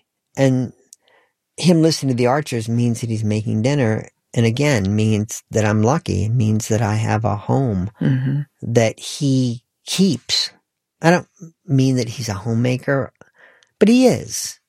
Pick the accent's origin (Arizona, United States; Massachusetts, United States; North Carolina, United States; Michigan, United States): North Carolina, United States; born or raised there; also born or lived in Western New York; now in England, United Kingdom